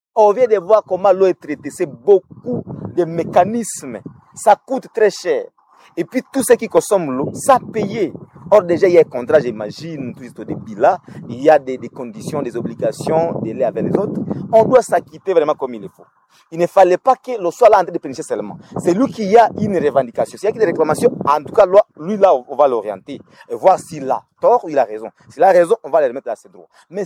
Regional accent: Butembo, North Kivu, DR Congo; born there; Je suis né à Boutembo

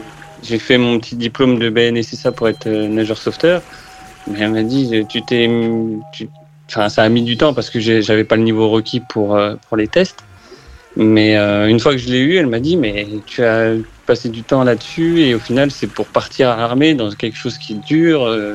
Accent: Noisiel, Île-de-France, France; moved away; Moi, initialement, je suis pas de Solgon, tu vois. J'étais en Île-de-France, j'ai fait toute ma scolarité, toute mon enfance en Île-de-France dans le 77.

